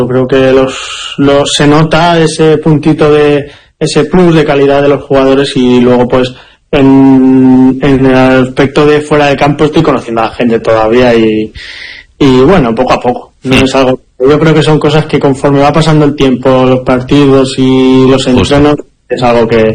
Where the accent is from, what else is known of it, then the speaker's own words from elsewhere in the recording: Barcelona, Catalonia, Spain; moved away; yo soy más de Barcelona.